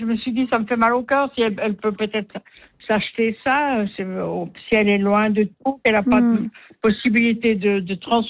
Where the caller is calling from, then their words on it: Écublens, Vaud, Switzerland; je suis à Écublens, je suis tout près de chez vous.